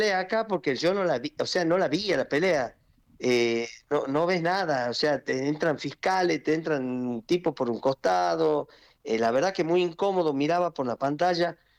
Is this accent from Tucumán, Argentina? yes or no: yes; Tucumán, Argentina; salí afuera, afuera, me refiero de Tucumán a Santiago, ya estaba afuera.